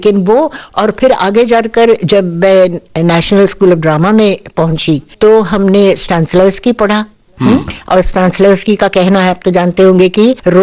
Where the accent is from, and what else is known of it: Pune, Maharashtra, India; born or raised there; also born or lived in Lucknow